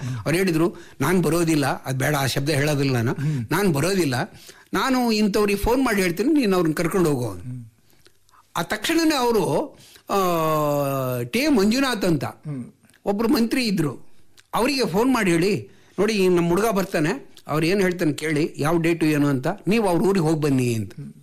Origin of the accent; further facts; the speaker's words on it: Kattige, Karnataka, India; ಯಾಕೆ ಅಂದ್ರೆ ನನ್ನ ಊರು ಕತ್ತಿಗೆ ಇದೆಯಲ್ಲ, ಕತ್ತಿಗೆ ನಿಜವಾಗ್ಲೂ ಸಹ ಅದು ಒಬ್ಬ ಪಾಳೆಗಾರನ ನೆಲೆಸಿದಿರ್ತಕ್ಕಂಥ ಗ್ರಾಮ ಅದು.